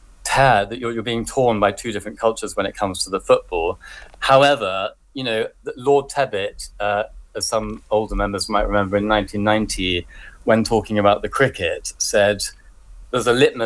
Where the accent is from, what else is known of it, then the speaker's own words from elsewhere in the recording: England, United Kingdom; I definitely feel more English, even though technically I'm 50% English, 50% Argentinian, because my mother was born in Buenos Aires. And, you know, she brought me up speaking Spanish to me